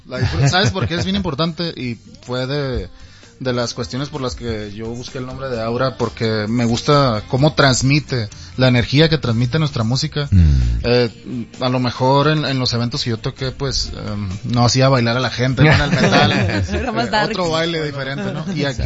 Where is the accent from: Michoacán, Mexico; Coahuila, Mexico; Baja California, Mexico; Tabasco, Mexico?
Baja California, Mexico; Mexicali; somos de Mexicali, Baja California